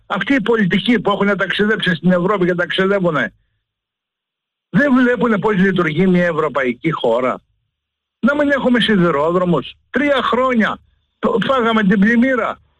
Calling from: Thessaly, Greece; από τον Κόζακα.

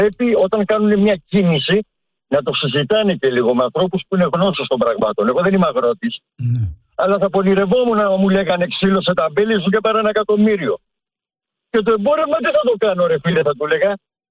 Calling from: Greece

